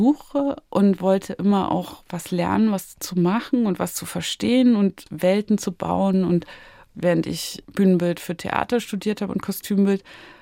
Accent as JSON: {"language": "German", "region": "Saxony", "country": "Germany", "tie": "born or raised there", "said": "also Sachsen oder da, wo ich aufgewachsen bin, Westsachsen, ist ja auch nah an der bayerischen Grenze, also Hof."}